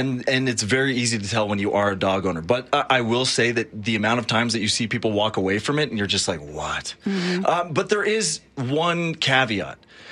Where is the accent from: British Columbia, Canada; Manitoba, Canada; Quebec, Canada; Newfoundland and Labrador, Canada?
Quebec, Canada; When I grew up in Quebec. I lived through a referendum in 1995. I lived through a situation where my parents actually went, are we going to be here tomorrow? Do we have to move?